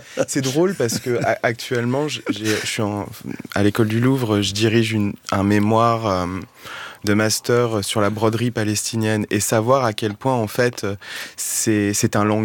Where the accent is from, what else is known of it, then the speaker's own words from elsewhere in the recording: Tunisia; je suis tunisien